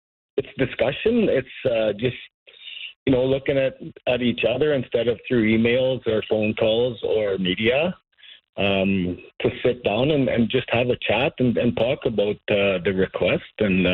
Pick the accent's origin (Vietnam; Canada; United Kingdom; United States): Canada; St. Paul, Alberta; moved away; That's my hometown. I grew up there. I still have family there.